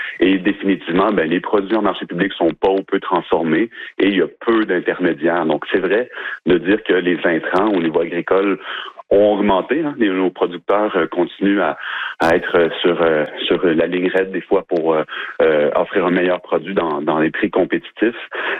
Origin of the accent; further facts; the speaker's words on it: Trois-Rivières, Quebec, Canada; moi, je suis natif de Trois-Rivières